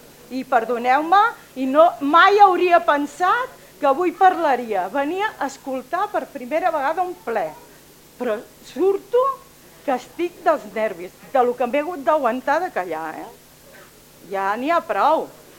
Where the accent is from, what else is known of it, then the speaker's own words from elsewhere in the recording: Mataró, Catalonia, Spain; born there; moved away; Jo porto 30 anys visquent aquí. Jo no he nascut aquí, he nascut a Mataró.